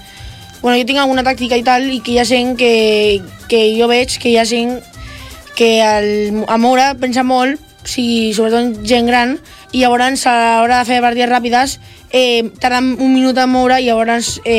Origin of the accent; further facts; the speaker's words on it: Esplugues de Llobregat, Catalonia, Spain; Sí, som d'Esplugues.